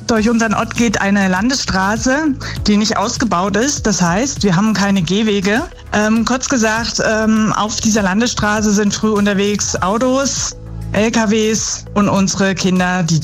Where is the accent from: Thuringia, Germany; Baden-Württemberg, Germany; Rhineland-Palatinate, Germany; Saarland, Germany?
Thuringia, Germany; Schwickershausen; Der ist wohl in Schwickershausen, ist ein Ortsteil von der Gemeinde Grabfeld in Südthüringen.